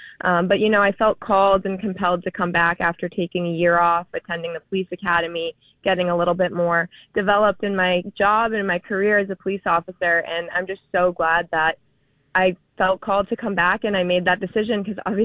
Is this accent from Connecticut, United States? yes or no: yes; Oxford, Connecticut, United States; Yeah, I attended Oxford Public Schools up through middle school, and then I attended Marianapolis Preparatory School in Thompson, Connecticut for high school.